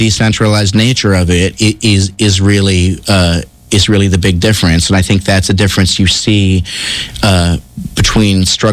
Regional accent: Baltimore, Maryland, United States; now in Minneapolis, United States; my hometown of Baltimore

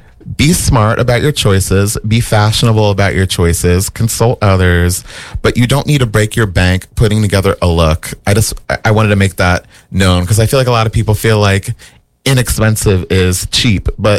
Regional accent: East Coast, United States; now in Minneapolis, United States; I'm from the East Coast

